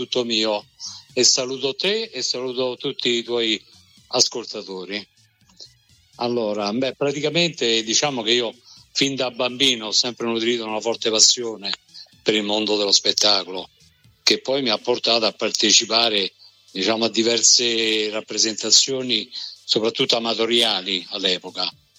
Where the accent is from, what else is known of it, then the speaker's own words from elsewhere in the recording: Latina, Lazio, Italy; andare a fare un casting qui a Latina, perché io sono di Latina